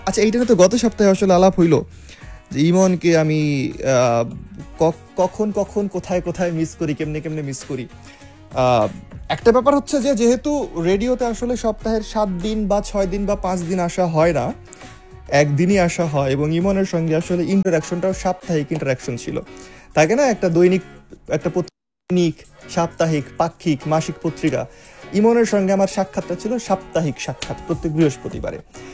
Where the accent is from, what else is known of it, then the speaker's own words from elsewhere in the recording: Tangail, Dhaka Division, Bangladesh; now in Dhaka, Bangladesh; আমার দেশের বাড়ি বাংলাদেশ, আমি থাকি ঢাকায়, মানে আমার গ্রামের বাড়ি টাঙ্গাইল, আমি থাকি ঢাকায়।